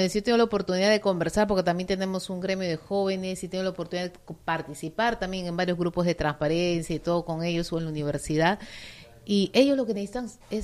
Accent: San Martín, Peru; nosotros como sanmartinenses

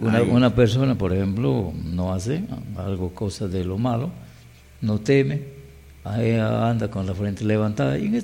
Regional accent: Peru

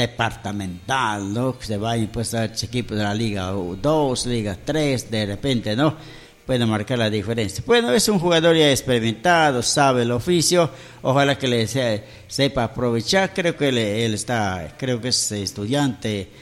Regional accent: Lamas, San Martín, Peru; yo soy de Lamas, no soy de Pamashto

